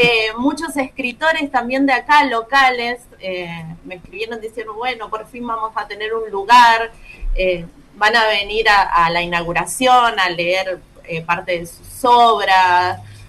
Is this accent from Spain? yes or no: no; Berazategui, Buenos Aires Province, Argentina; born there; also born or lived in Brazil; No, yo nací en Berazategui, provincia de Buenos Aires. Pero viví en varios lados. Hace poco volví de Brasil, estuve viviendo en Brasil, y hace poco retorné acá